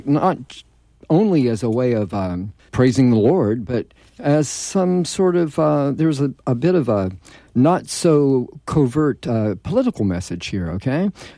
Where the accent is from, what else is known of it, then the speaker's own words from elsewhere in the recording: Birmingham, Alabama, United States; moved away; growing up in Birmingham, I'm old enough to remember the police dogs and the fire hoses